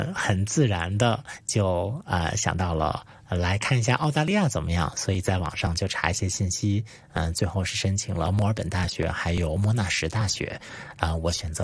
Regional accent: Xinzhou, Shanxi, China; also born or lived in Jiangxi / Beijing / Shanghai / United Kingdom; now in Melbourne, Australia; 我的家乡是山西，然后具体呢是在忻州啊，忻州市，它是这个山西北部的一个小城市吧。说是小城市，但是人口也很多。

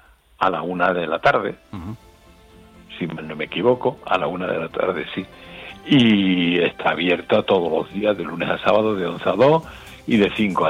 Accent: Cádiz, Andalusia, Spain; Y soy de Cádiz, y de pronto me entero de cosas que no...

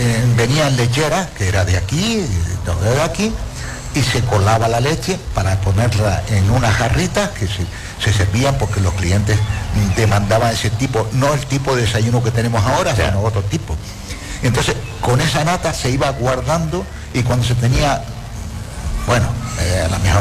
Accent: Canary Islands, Spain; Hombre, yo soy nacido en Gran Canaria.

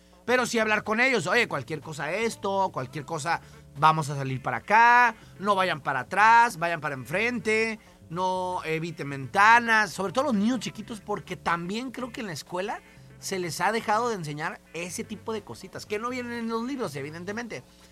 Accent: Mexicali, Baja California, Mexico; Como mexicalense hasta lo presumimos. No, temblores en mi tierra, en Mexicali.

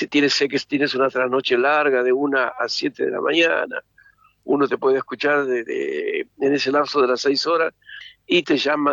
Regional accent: Argentina

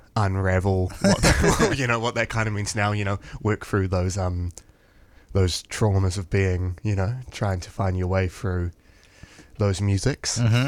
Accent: New Zealand; moved away as an adult; now in Australia; my dad's family is from New Zealand, so that's where I was born and grew up.

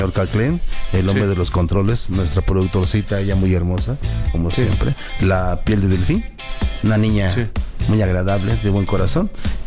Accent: Mexico; soy mexicano

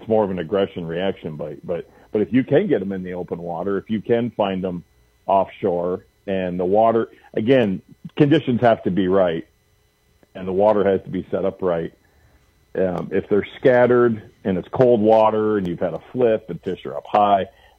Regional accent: North Muskegon, Michigan, United States; I grew up on the Great Lakes, right? I grew up in Lake Michigan, out of North Muskegon, and, on the big water with my dad

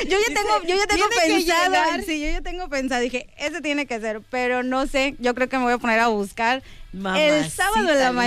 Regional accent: Mexico; así somos los mexicanos. Y orgullosamente mexicanos

